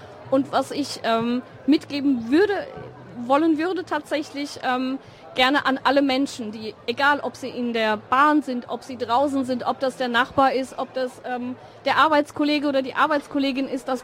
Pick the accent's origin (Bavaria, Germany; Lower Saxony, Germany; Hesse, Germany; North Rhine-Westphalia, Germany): Hesse, Germany; born there